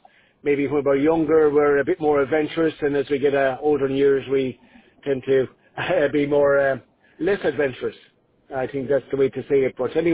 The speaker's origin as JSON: {"language": "English", "town": "Tipperary", "region": "Munster", "country": "Ireland", "lives_now": "West Cork, Ireland", "said": "I'm originally from Tipperary. If you ever heard of the old song … I'm originally from there, but I'm living down here in West Cork now"}